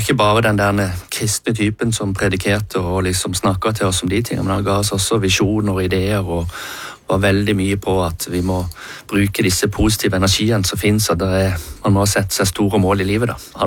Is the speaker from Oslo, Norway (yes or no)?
no; Agder, Norway; både meg og alle mine venner fra oppveksten i Saronsdal